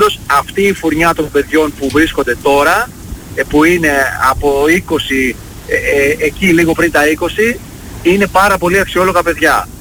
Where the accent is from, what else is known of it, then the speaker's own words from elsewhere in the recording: Lechena, West Greece, Greece; Διότι μεγάλωσα στα Λεχενά, ήταν ο πατέρας μου τότε στην πολεμική αεροπορία στην Αντραβίδα